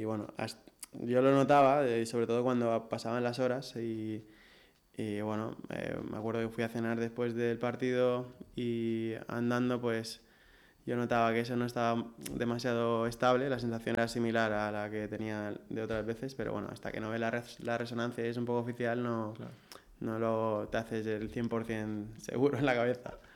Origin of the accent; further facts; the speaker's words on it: Campos, Balearic Islands, Spain; yo empecé a jugar en el Campos, yo soy de Campos, pues empecé a jugar allí a los... No sé si tendría 6 años